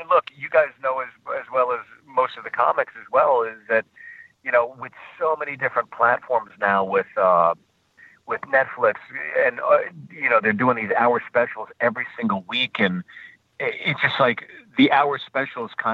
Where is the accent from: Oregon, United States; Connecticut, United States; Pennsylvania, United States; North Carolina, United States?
Pennsylvania, United States; Pittsburgh; So Bucktown and all, I grew up in Pittsburgh. So there's this street called Carson Street that just has rows and rows.